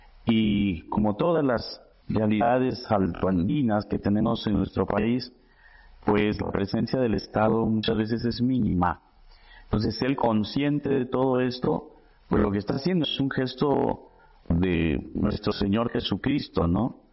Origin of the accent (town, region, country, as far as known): Peru; now in Saña, Peru